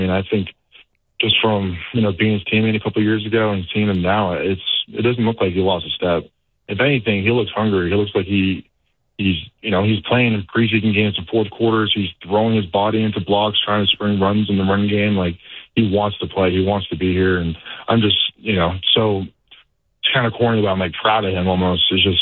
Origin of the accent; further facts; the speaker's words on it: Massachusetts, United States; now in New Jersey, United States; And now, honestly, I've been loving Jersey. I'm from Massachusetts, so it's only a couple of hours from where I'm from